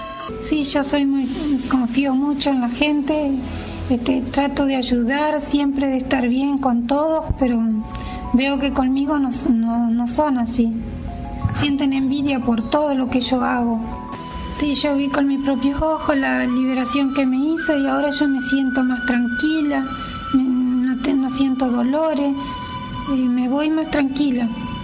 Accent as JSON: {"language": "Spanish", "town": "Hernandarias", "region": "Alto Paraná", "country": "Paraguay", "said": "soy nacida el 18 de noviembre de 1969. Yo vengo desde Hernandarias."}